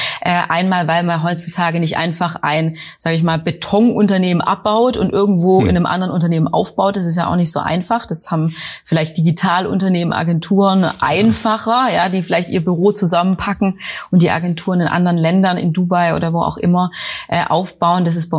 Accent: Stuttgart, Baden-Württemberg, Germany; Ja, ich komme aus dem Großraum Stuttgart.

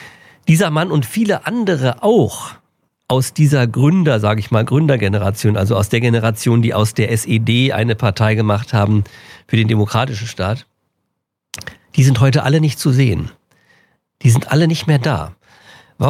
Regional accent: Berlin, Germany; ich bin Berliner von Geburt und habe die meiste Zeit meines Lebens hier verbracht

